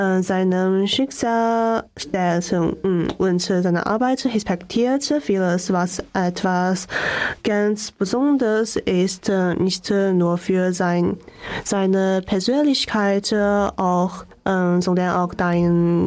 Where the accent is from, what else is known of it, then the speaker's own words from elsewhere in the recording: Lanzhou, Gansu, China; German is a second language; now in Germany; komme aus auch Lanzhou. Lanzhou liegt im Nordwesten China.